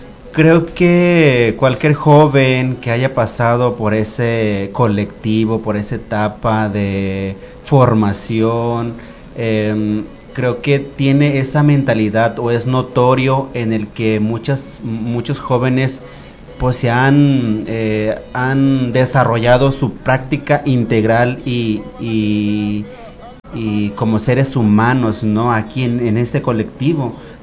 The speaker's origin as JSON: {"language": "Spanish", "country": "Mexico", "said": "soy orgulloso de ser quien soy, de ser wixárika, soy orgulloso de usar mi traje típico, de hablar mi lengua materna, de usar los guaraches, ¿no?"}